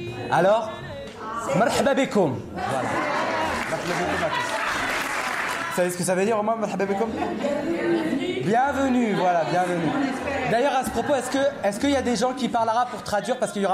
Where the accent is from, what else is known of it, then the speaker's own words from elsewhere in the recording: Nouvelle-Aquitaine, France; Et moi, on me demande souvent … d'où tu viens ? Bah, moi, je dis que je suis charentais. On me dit non, mais avant. Mais je dis avant quoi ? On me dit, bah, avant d'être charentais.